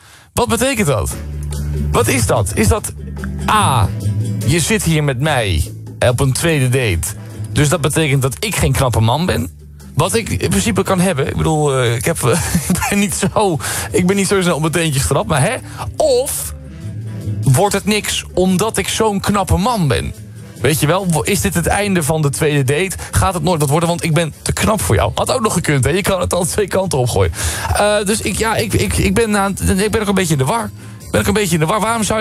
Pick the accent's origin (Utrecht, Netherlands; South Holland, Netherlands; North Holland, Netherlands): Utrecht, Netherlands; Zelf kom ik uit Utrecht.